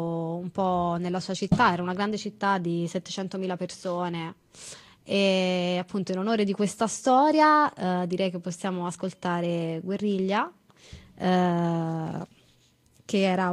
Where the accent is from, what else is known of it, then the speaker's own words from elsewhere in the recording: Calabria, Italy; born there; now in Prato, Italy; io oggi sono a Firenze, ma abito a Prato, ma sono nata in Calabria